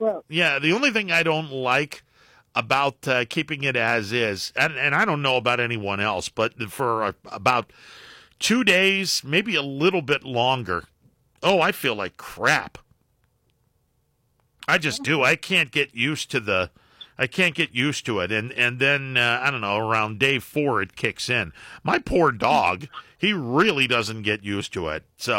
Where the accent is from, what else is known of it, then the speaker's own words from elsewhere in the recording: Youngstown, Ohio, United States; I grew up in the Mahoning Valley. I grew up in the Youngstown area. So I really haven't taken part in the soapbox derby.